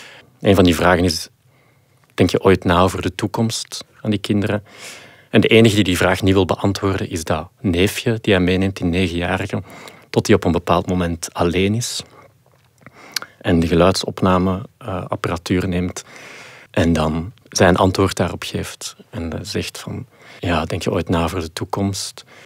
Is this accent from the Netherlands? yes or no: no; Mechelen, Flanders, Belgium